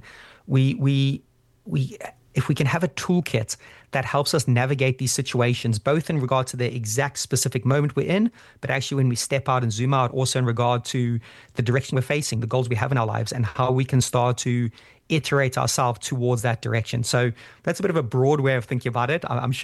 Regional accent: Zimbabwe; born or raised there

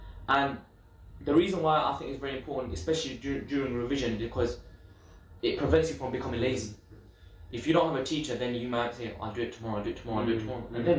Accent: Pakistan; Alhamdulillah, I'm originally from Pakistan, so I don't know Arabic, it's not my mother tongue.

